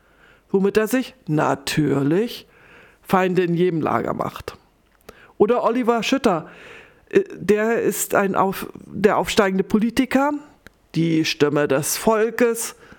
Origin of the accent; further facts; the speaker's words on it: Berlin, Germany; Als Berlinerin macht es mir aber natürlich Spaß, die einzelnen Orte der Handlung zu sehen